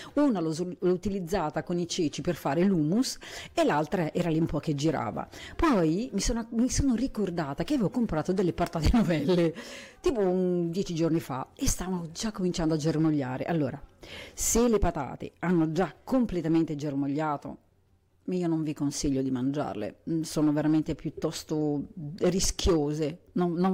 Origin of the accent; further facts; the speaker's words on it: northern Italy, Italy; anch'io che sono una polentona